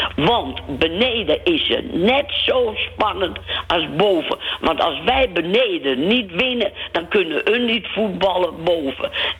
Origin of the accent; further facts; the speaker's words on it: Muiden, North Holland, Netherlands; Nou, niet van Volendam, maar wel van de Muiden.